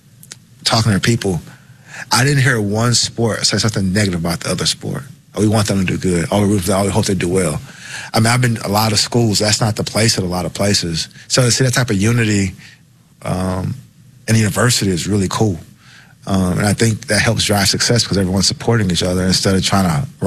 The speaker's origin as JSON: {"language": "English", "region": "the South", "country": "United States", "tie": "born or raised there", "moved": "as an adult", "lives_now": "Nebraska, United States", "said": "I'm from the South, too. Like, you got to think, like, I've grown up in the South my entire life."}